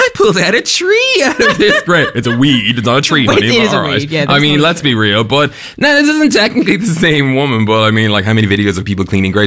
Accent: Ireland; Ah, growing up in Ireland

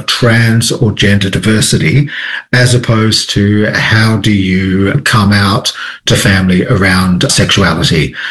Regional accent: Australia

